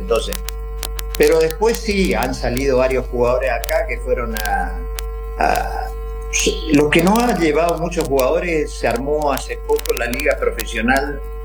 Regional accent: Curuzú Cuatiá, Corrientes, Argentina; also born or lived in Monte Caseros; Soy nacido en Monte Casero y criado en Curuzú. Ah. Y a partir de los 9 años nos fuimos a vivir a Curuzú y después ahí hice toda mi vida, ¿no?

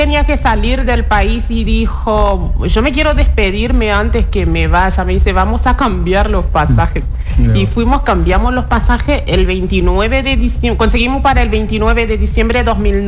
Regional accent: Haiti; first language Haitian Creole; Spanish is a second language; moved away as an adult; now in Resistencia, Argentina; Allá en Haití hablamos criollo, que es nuestro idioma nativo, y francés es el idioma

